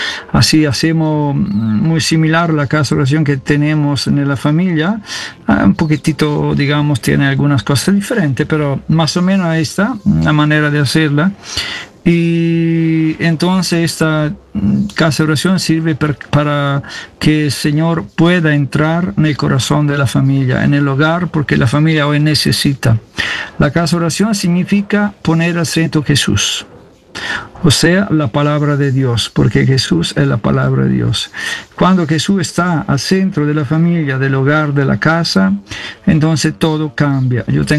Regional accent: Italy; Spanish is a second language; moved away as an adult; also born or lived in New York, United States; now in Los Angeles, United States; soy italiano, vengo de Italia, pero viví 6 años en la parroquia de New York. Ahora vivo aquí porque soy parte de la comunidad Juan Bautista

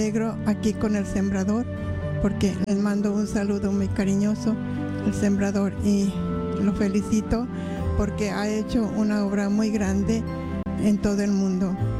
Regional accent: Arandas, Jalisco, Mexico; Vengo de Arandas, Jalisco, es mi tierra, la tierra de los mártires.

